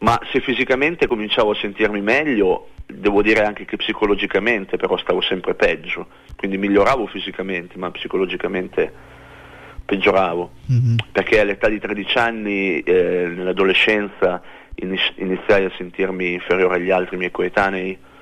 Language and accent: Italian; Parma, Emilia-Romagna, Italy; born there; Sono nato a Parma nel 1969